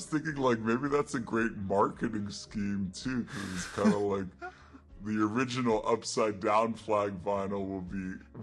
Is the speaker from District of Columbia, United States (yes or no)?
yes; Washington, District of Columbia, United States; born there; I was born in America, and I was born in Washington, D.C., probably not far from where you guys are.